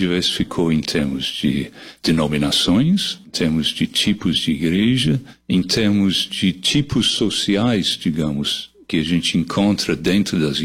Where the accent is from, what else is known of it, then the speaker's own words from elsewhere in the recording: England, United Kingdom; Portuguese is a second language; now in Brazil; Eu nasci na Inglaterra, nasci e criado na Inglaterra. Eu moro no Brasil desde 1976, então 50 anos.